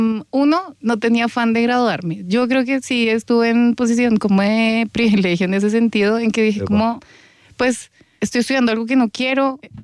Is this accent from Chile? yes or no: no; Colombia; mamá, nosotras crecimos en Colombia.